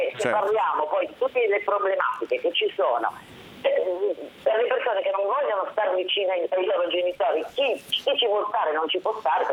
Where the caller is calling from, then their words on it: Genoa, Liguria, Italy; io sono proprio genovese di Genova